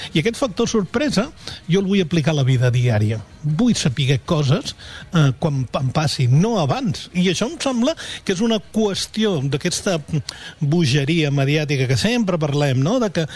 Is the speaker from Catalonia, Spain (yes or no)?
yes; L'Ametlla, Catalonia, Spain; Al meu poble tothom diu propaganda, fer propaganda.